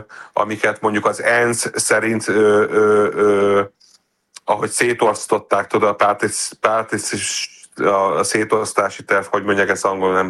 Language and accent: Hungarian; Israel; now in Europe; cionista vagyok, izraeli vagyok, szeretném, hogy megmaradjon Izrael